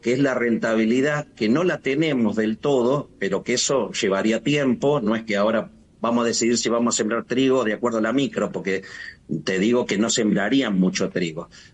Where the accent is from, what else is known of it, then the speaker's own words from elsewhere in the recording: Córdoba, Argentina; En Córdoba, soy de Córdoba, sí.